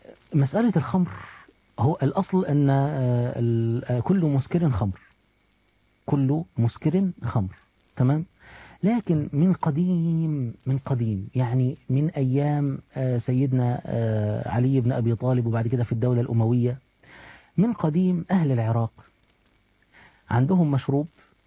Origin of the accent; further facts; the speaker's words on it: Egypt; احنا عندنا في مصر